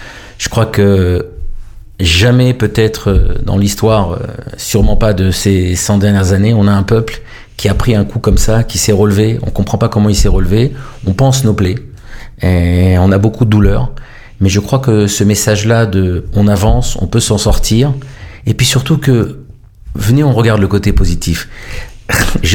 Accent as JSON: {"language": "French", "town": "Paris", "region": "Île-de-France", "country": "France", "tie": "born or raised there", "moved": "as an adult", "lives_now": "Israel", "said": "moi j'ai grandi à Paris jusqu'à 18 ans."}